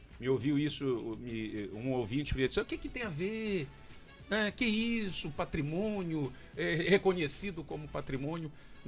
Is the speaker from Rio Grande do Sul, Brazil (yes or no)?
no; Pará, Brazil; como bons paraenses que nós somos